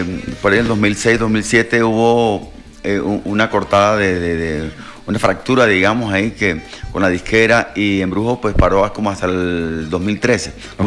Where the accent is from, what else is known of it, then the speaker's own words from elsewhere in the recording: Valledupar, Cesar, Colombia; porque nosotros vivíamos en Valledupar, pues yo soy de Valledupar